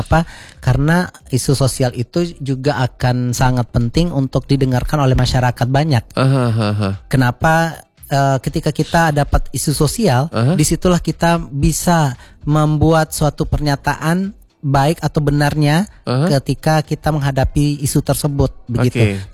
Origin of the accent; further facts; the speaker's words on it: Palembang, South Sumatra, Indonesia; Salmarang kita kan dari Palembang, dari Sumatera Selatan. Akhirnya bisa ke internasional juga bawa nama Indonesia, mewakili Sumatera Selatan juga gitu kan.